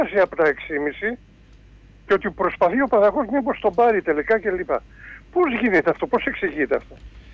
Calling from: Attica, Greece; από τα Βόρεια Προάστια. Πρώτη φορά μιλάμε.

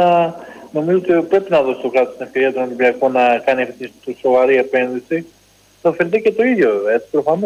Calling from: Piraeus, Attica, Greece; Καλησπέρα φίλε Νίκο … από την Πειραιά.

